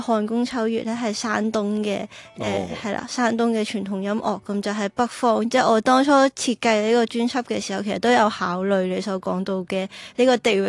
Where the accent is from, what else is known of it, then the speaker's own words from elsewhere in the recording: Macau; 我始终我系澳门人啦，咁即系我都系呢个大湾区长大，咁我觉得即系都系我最熟悉嘅语言，同埋最熟悉嘅一个音乐体系咯